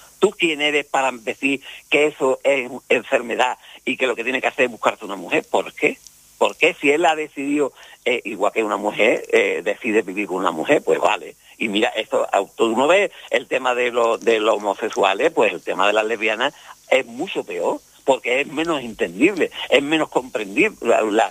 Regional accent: Andalusia, Spain; accent: Andalusian; yo no hablo malamente el castellano, yo hablo andaluz. Yo hablo andaluz porque soy andaluz, ya está. Que me como las hache, que me como muchas veces las hache, pues me como.

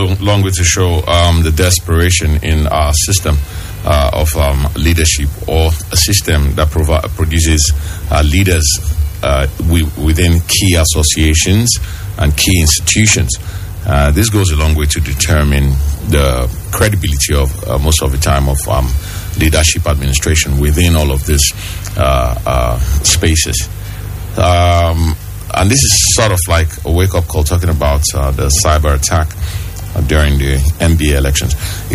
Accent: Nigeria; I'm Nigerian

